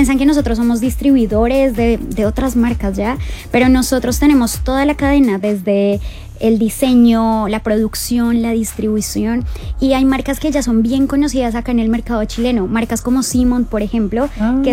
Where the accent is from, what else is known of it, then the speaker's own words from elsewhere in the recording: Colombia; yo vengo de Colombia, las montañas son un poco diferentes.